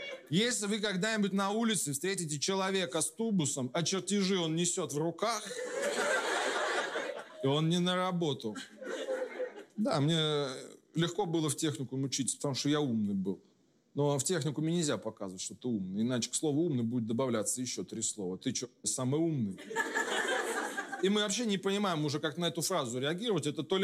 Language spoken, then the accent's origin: Russian; Kursk, Kursk Oblast, Russia; moved away; Я из Курска. Часто в него езжу.